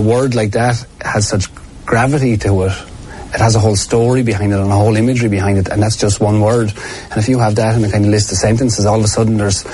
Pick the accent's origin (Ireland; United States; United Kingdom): Ireland; Wexford, Leinster; moved away; I grew up in Wexford town